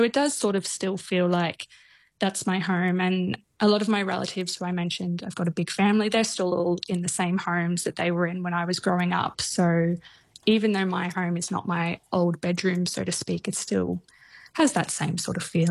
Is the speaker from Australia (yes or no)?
yes; Bairnsdale, Victoria, Australia; I grew up in Bairnsdale, but the high school that I went to was in Sale, which is about an hour outside of Bairnsdale.